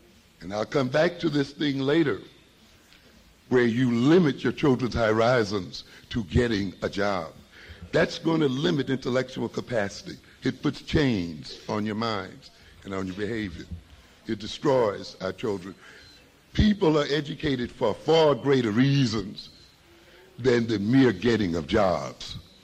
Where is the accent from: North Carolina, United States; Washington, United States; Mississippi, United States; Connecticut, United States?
Mississippi, United States; I was a boy growing up in Mississippi